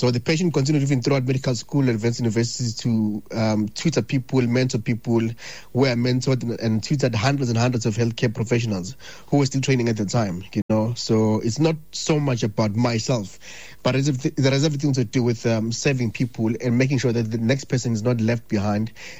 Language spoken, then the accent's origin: English; Ladysmith, KwaZulu-Natal, South Africa; I grew up in Ladysmith, attending in township and rural schools, where resources were very, very limited